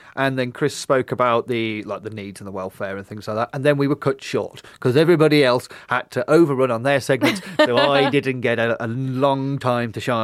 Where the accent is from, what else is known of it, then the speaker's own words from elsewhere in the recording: West Midlands, United Kingdom; accent: Black Country; So I managed to suppress my natural black country way of swearing and my accent.